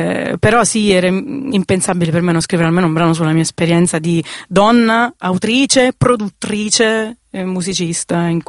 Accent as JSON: {"language": "Italian", "town": "Pisticci", "region": "Basilicata", "country": "Italy", "accent": "Pisticcese dialect", "said": "nel mio dialetto, nel dialetto pisticcese."}